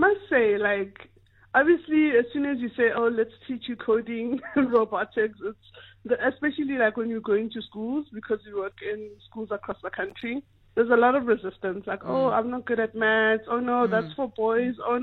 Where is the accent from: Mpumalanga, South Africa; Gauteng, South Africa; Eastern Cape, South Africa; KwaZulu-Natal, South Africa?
Gauteng, South Africa; Tembisa; I'm also from Tembisa.